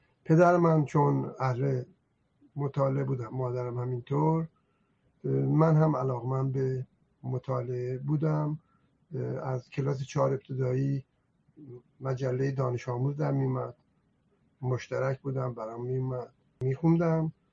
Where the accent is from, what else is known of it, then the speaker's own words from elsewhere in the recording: Astara, Gilan, Iran; born there; من در سال 1326 در شهر آستارا به دنیا آمدم. پدرم قاضی بود و در اون زمان رئیس دادگاه آستارا.